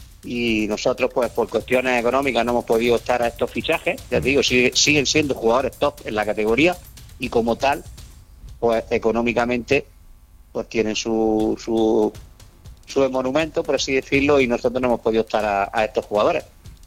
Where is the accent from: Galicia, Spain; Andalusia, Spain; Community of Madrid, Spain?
Andalusia, Spain; Úbeda; born there; Yo tengo muchas raíces con Úbeda, sí. Nací en Úbeda, sí. Tengo parte de la familia en Úbeda.